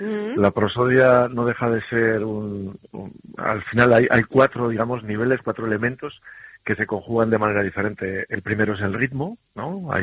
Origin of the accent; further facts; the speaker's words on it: Castile, Spain; now in Galicia, Spain; yo también, aunque soy ya más gallego que cualquier otra cosa, soy castellano, y en Castilla, claro, es todo como más seco